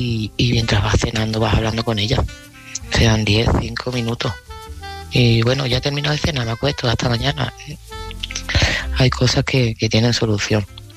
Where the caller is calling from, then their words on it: Seville, Andalusia, Spain; de Sevilla y este mensaje va para Oscar.